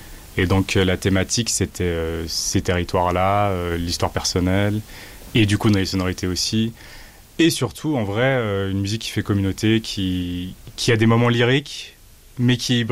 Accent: Algeria; Je suis algérien, du coup. J'ai souvent été en Algérie, mais aussi au Maroc.

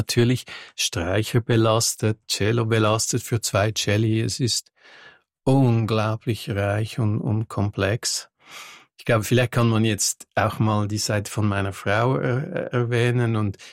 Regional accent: Lake Geneva, Switzerland; Ich bin am Genfersee aufgewachsen und dann das Meer zieht mich extrem an.

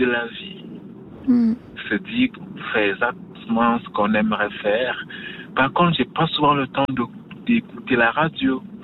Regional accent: Cameroon; Je suis un Camerounais d'origine. Et dans mon enfance, on n'a pas toujours eu ce qu'on veut.

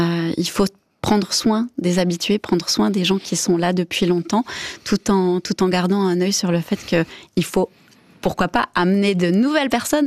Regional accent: Bern, Switzerland; mon parcours fait que je viens du canton de Berne, que je viens d'un autre pays, d'un autre continent.

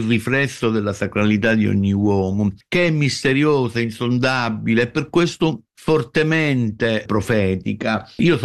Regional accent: Sicily, Italy; Io sono un siciliano

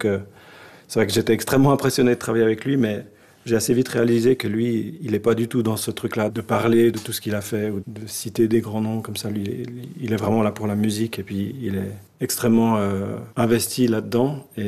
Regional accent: Switzerland; je suis de Suisse, mais j'ai ma grand-mère qui est turque, mon grand-mère qui est parisienne.

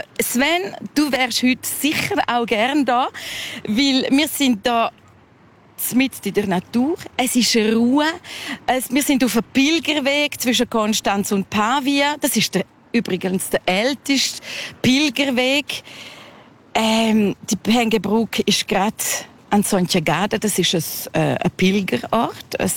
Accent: Trun, Grisons, Switzerland; German is a second language; Wir haben alle dann die Sprache Romansch müssen lernen. Als Spanierin habe ich mich sehr integriert in der Romanchia. Ich bin in Traun aufgewachsen.

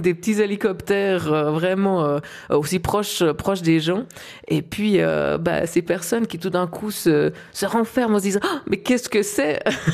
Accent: Switzerland

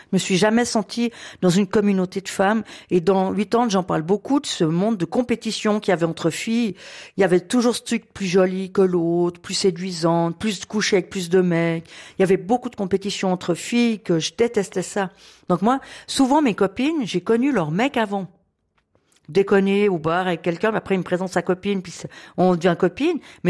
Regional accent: Switzerland

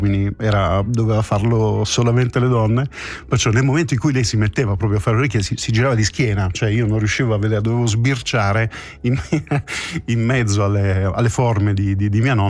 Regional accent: Apulia, Italy; born there; Io sono nato in Puglia, un piccolo paesino in provincia di Brindisi, perciò gli ingredienti erano quelli.

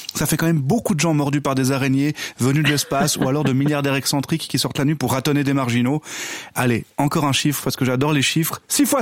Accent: Romandy, Switzerland; puisque je suis un des Suisses romans qui compte

